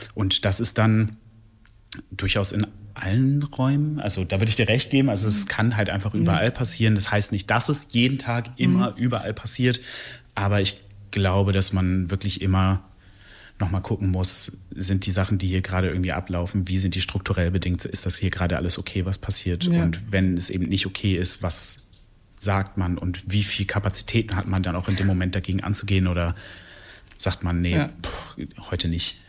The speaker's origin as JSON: {"language": "German", "town": "Göttingen", "region": "Lower Saxony", "country": "Germany", "tie": "born or raised there", "moved": "yes", "lives_now": "Bremen, Germany", "said": "Ich bin tatsächlich in Göttingen aufgewachsen."}